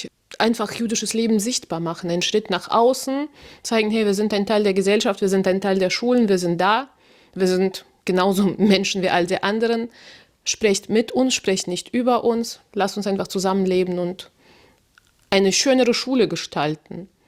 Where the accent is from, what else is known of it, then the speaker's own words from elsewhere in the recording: Germany; Natürlich sind wir Deutsche